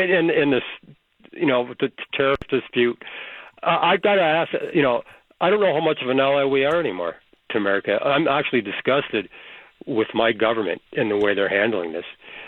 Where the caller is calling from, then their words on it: Canada; I, for one, as a Canadian